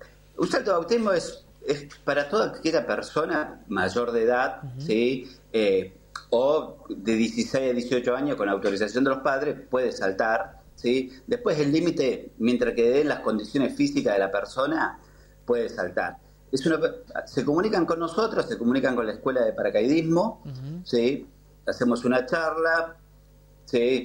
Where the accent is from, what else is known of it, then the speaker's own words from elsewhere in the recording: Neuquén, Argentina; Somos de Neuquén, pero bueno, estamos haciendo la actividad ahí en el aeroclub de Allen.